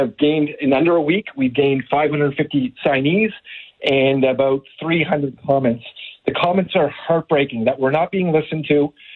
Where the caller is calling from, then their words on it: Nova Scotia, Canada; We live in the community right next to Pockwalk Road. Glen Arbor in White Hills, in Perry Pond, Upper Hammonds Plains area.